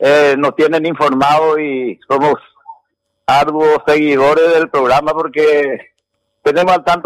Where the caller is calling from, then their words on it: Encarnación, Itapúa, Paraguay; todos somos al final de Itapúa y Encarnación